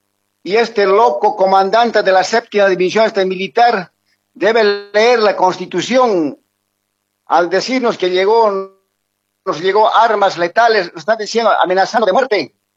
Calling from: Bolivia; de la provincia Huernes, Comunidad Buena Fe.

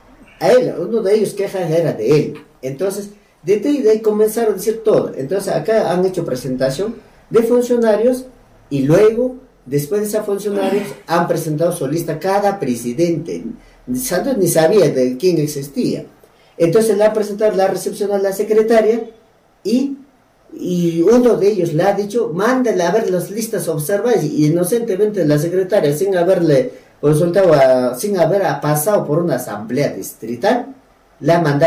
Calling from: Challhuahuacho, Apurímac, Peru; nuestro distrito de chalhuacho

